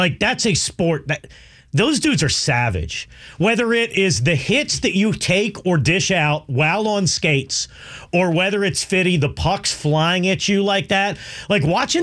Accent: Pennsylvania, United States; I grew up in Pennsylvania, so I had plenty of friends that played hockey.

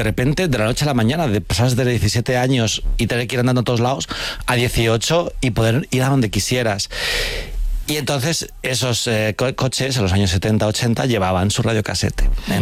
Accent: Alcorcón, Community of Madrid, Spain; cuando decían, ¿tú de dónde eres? Yo decía Alcorcón, la gente era como... ¿sabes? En plan, como que les parecía gracioso ser de Alcorcón.

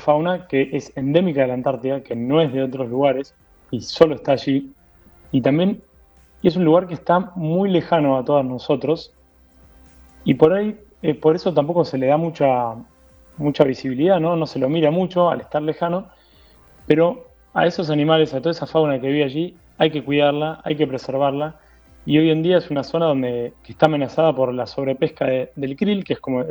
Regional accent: Buenos Aires Province, Argentina; Somos de las afueras de Buenos Aires.

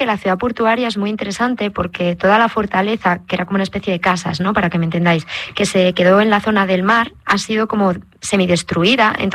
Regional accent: León, Castile and León, Spain; Soy de León. Entonces, ¿qué le íbamos a hacer?

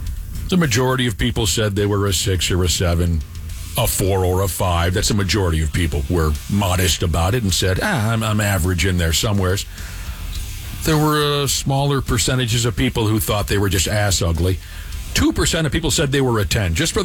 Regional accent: Ireland; Don't come after me for being anti-Irish. I'm an Irish person. I'm just saying.

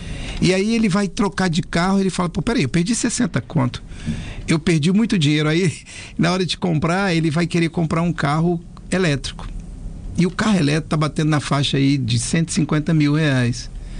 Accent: Brazil

